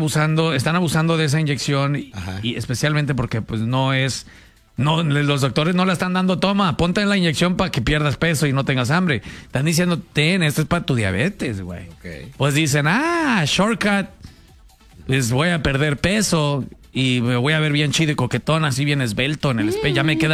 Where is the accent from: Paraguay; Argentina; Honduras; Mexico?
Mexico